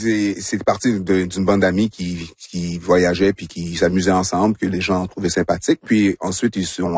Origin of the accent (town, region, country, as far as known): Montreal, Quebec, Canada; born or raised there